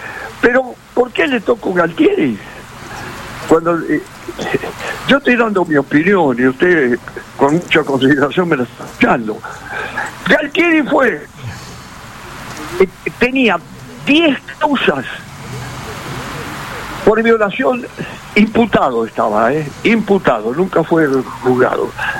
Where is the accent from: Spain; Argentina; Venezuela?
Argentina; Salto, Buenos Aires Province; yo soy de Salto Argentino, ¿no es cierto? Cerca de Pergamino, el pueblo no, era pueblo, ciudad ahora.